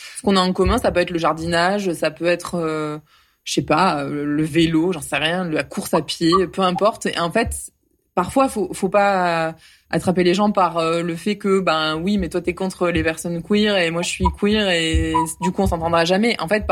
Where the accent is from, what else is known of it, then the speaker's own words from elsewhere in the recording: Occitanie, France; born there; l'occitan fait partie de ma culture, parce que je suis née dans le Tarn